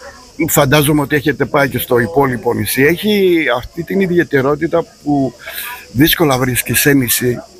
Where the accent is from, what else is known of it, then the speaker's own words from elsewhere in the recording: Kythira, Attica, Greece; moved away as an adult; also born or lived in Piraeus; εγώ Κύθυρα έχω γυρίσει εδώ και 16 χρόνια. Πειραιά ήμουνα. Εδώ μεγάλωσα, εδώ έβγαλα γυμνάσια, λύκειο κτλ.